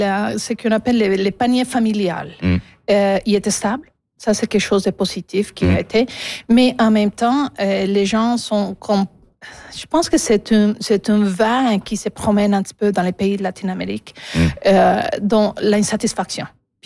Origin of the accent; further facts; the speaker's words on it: Canada; mais en tant que Canadienne aussi